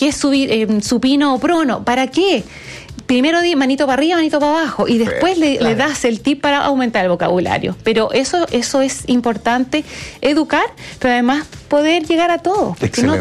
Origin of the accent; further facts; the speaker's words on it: Valdivia, Los Ríos, Chile; Yo creo que el plus aquí es que en Valdivia, que es mi ciudad, yo nací en Valdivia, mi familia es de allá